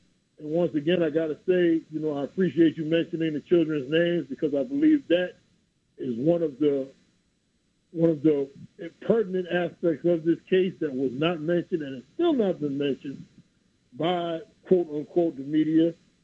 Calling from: Queens, New York, United States; from Jamaica, Queens.

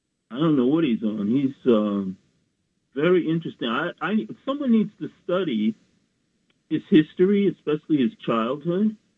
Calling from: Bronx, New York, United States; Bronx, New York.

